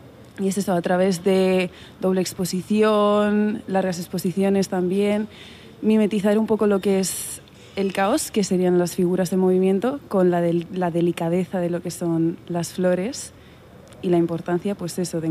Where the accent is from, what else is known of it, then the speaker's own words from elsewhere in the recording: Santiago de Compostela, Galicia, Spain; soy de Santiago de Compostela, tengo 21 años